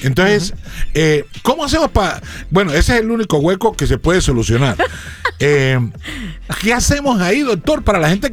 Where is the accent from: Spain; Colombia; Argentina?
Colombia; Bucaramanga, Santander; moved away; de mi patria chica, la ciudad de Bucaramanga.